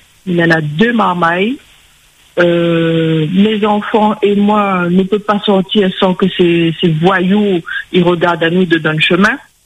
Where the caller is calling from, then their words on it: Saint-Pierre, Réunion; Oui, je suis de Saint-Pierre, centre-ville.